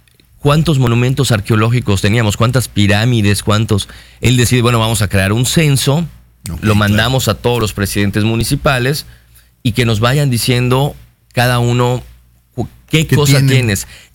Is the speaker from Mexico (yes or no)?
yes; Yucatán, Mexico; como yucatecos no sabíamos